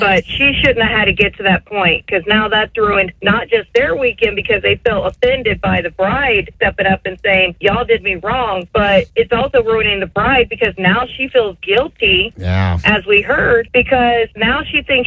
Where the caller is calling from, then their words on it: Enid, Oklahoma, United States; I'm from Enid